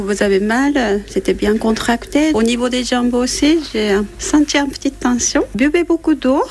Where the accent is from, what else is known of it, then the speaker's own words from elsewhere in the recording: Japan; French is a second language; moved away; originaire du Japon, de mon pays natal.